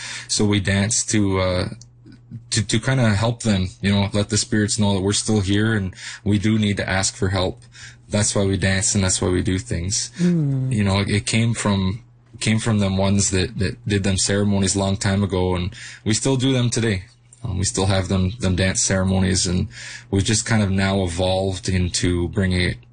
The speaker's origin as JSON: {"language": "English", "town": "Curve Lake First Nation", "region": "Ontario", "country": "Canada", "said": "I'm from Curve Lake First Nation originally. That's my band and where my family comes from"}